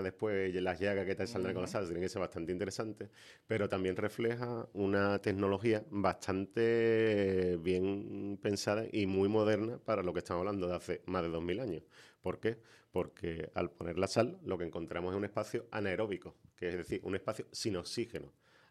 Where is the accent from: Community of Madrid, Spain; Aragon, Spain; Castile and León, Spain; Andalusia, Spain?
Andalusia, Spain; Cádiz